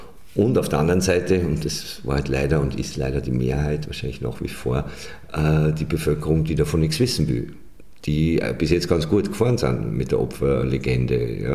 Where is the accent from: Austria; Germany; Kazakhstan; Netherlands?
Austria; Upper Austria; wir sind in Oberösterreich aufgewachsen